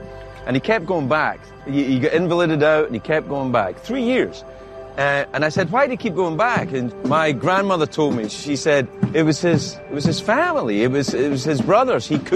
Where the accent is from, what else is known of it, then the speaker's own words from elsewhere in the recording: Scotland, United Kingdom; now in United States; I'm from Scotland originally, sir, but I'm American now.